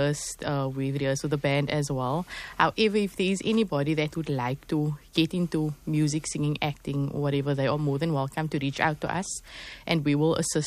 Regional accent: Cape Town, Western Cape, South Africa; As siblings born and raised in Cape Town

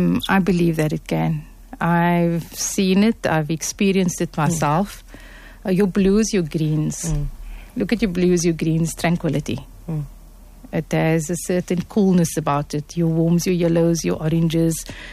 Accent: Cape Town, Western Cape, South Africa; we come from Cape Town, and when I grew up and how I grew up wasn't, we were exposed to Arabic.

